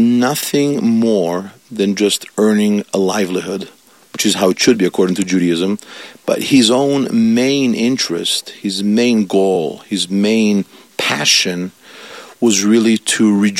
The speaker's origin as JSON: {"language": "English", "town": "Milan", "region": "Lombardy", "country": "Italy", "tie": "born or raised there", "first_language": "Italian", "second_language": "English", "moved": "as an adult", "lives_now": "United States", "said": "I was born in Milan in 1966 and graduated high school in Milan 1984 before coming over to this country for college and rabbinical school. So Italian still is my first language, yes."}